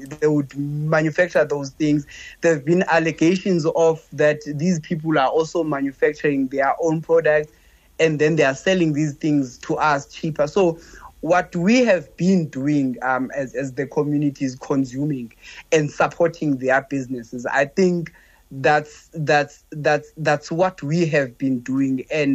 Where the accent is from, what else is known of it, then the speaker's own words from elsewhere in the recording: South Africa; no one in South Africa as a South African is owning a shop today.